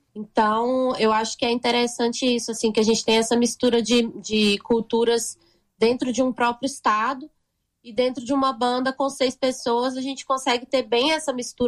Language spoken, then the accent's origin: Portuguese; Teófilo Otoni, Minas Gerais, Brazil; Eu que sou da região de Teoflotone, eu já gosto de outros tipos de música. Uma coisa mais pro forró, mais pro... Pagodão baiano. Então tem essa mistura de Minas, que Minas é isso, né?